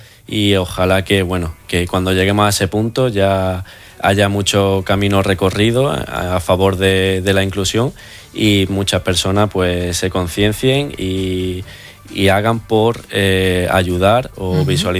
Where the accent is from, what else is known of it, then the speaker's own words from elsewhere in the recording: La Palma del Condado, Andalusia, Spain; mi pueblo, La Palma del Condado